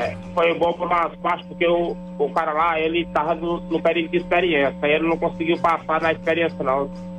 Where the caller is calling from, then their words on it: Piauí, Brazil; eu falo aqui do Piauí.